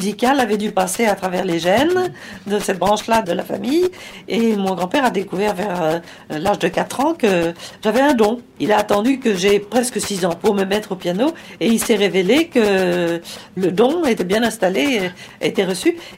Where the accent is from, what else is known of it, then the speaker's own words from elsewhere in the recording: France; born there; also born or lived in Switzerland; je suis biculturelle, dans ce sens que j'ai eu un père suisse, que je suis née en Suisse et que j'ai eu une mère française et que ensuite j'ai vécu la plus grande partie de ma vie en France